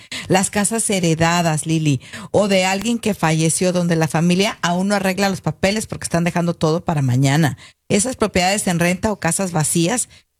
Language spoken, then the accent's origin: Spanish; Mexico; moved away; cuando yo me vine de México, existía todavía una ley